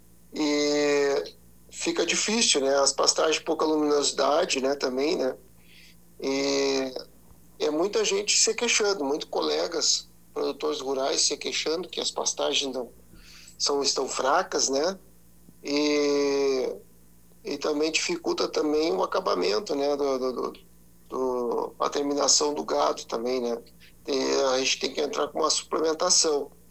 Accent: Santa Maria, Rio Grande do Sul, Brazil; Hoje estou no Pago, onde nasci, em Santa Maria, né, na beira do fogo aqui

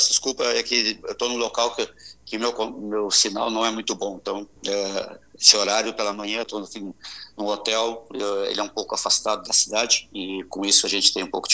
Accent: Pelotas, Rio Grande do Sul, Brazil; moved away; eu sou natural de Pelotas e tenho família toda aí na Zona Sul, tenho propriedade aí também

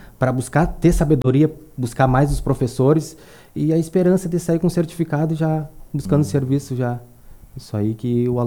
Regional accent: Caçapava do Sul, Rio Grande do Sul, Brazil; moved away as an adult; now in Bagé, Brazil; Sou natural de Caçapava

